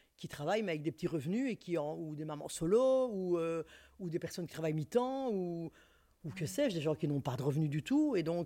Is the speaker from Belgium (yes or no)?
yes; Liège, Wallonia, Belgium; moi, je suis liégeoise. Donc, j'ai commencé là où je connais, donc c'est-à-dire à Liège.